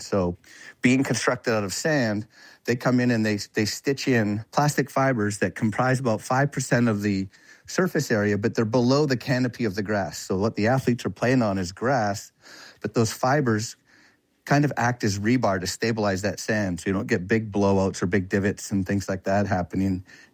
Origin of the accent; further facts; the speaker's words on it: Canada; I'm a Canadian.